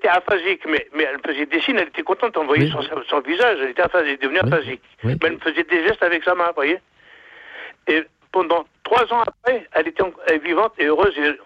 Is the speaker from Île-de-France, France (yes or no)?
no; Angers, Pays de la Loire, France; elle est de mon village natal. Elle est assez rigolo, hein, Angers, à plusieurs milliers de kilomètres quand même.